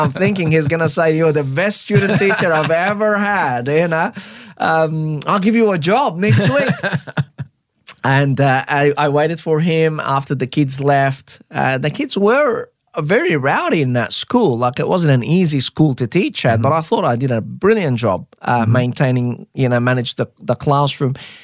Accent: Egypt; first language Arabic; English is a second language; now in Australia; I grew up speaking Arabic in Egypt.

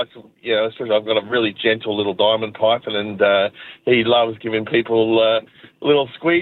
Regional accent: Jervis Bay, New South Wales, Australia; From Jervis Bay, down the south coast of New South Wales.

